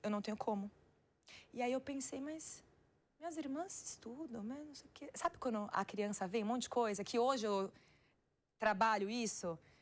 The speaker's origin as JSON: {"language": "Portuguese", "town": "Salvador", "region": "Bahia", "country": "Brazil", "tie": "born there", "said": "Eu sou baiana, né? Nasci em Salvador."}